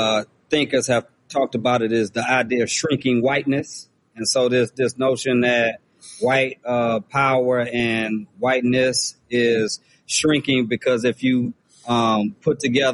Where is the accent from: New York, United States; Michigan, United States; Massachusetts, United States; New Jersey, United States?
Michigan, United States; Benton Harbor; now in Memphis, United States; my hometown, which has been Harbor, Michigan. So I'm very familiar. I'm very familiar with the area. My family is still in Benton Harbor right now.